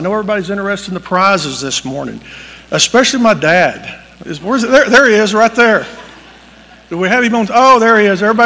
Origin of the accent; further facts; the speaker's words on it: Tishomingo, Oklahoma, United States; our historic capital of Tishomingo. And this is my hometown, born and raised here. Love it here, still live here.